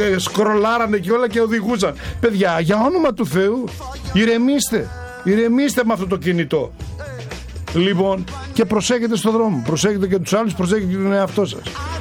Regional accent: Giannitsa, Central Macedonia, Greece; moved away; ερχόμουν από την πατρίδα μου, από τα Γιαννιτσά

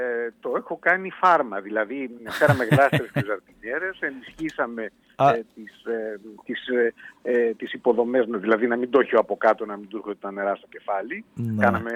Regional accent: Mani, Peloponnese, Greece; now in Thessaloniki, Greece; Εγώ τι να πω, ας πούμε ότι είμαι ένας ημιεγγράμματος από τη Μάνη.

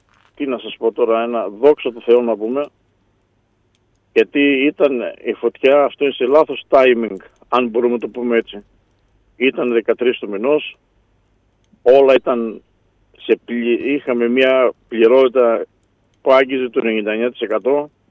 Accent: Greece

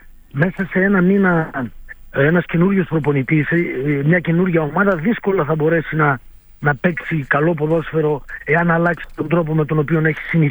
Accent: Greece; εμείς που τουλάχιστον είμαστε Έλληνες

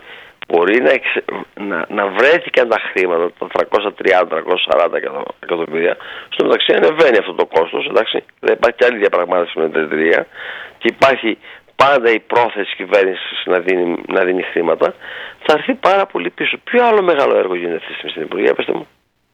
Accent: Epirus, Greece; born there; Όπως μπαίνετε στην Ιωάννηση, λοιπόν εκεί, εδώ ζω, στην Κοσμιά, στο χωριό μου.

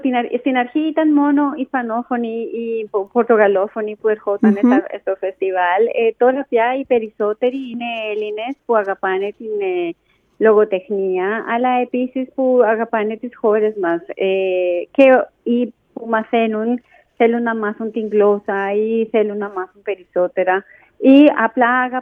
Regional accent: Colombia; moved away; Εγώ είμαι από την Κολομβία.

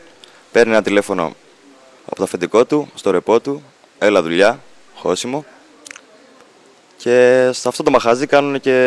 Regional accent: Larnaca, Larnaca District, Cyprus; Μεγάλωσα, γεννήθηκα στην Κύπρο, ναι. Είμαι γεννημένος στη Λάρνακα.

